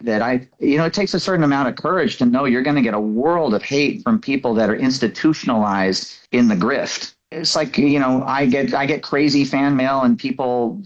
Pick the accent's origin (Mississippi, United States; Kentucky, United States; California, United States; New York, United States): California, United States; moved away; California. Always a Californian. It's my hometown place.